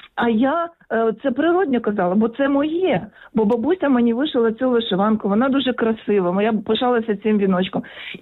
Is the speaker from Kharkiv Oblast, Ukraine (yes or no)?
no; Kyiv, Ukraine; коли я корінна киянка, і ми з батьком їхали в тролейбусі по вулиці Васильківській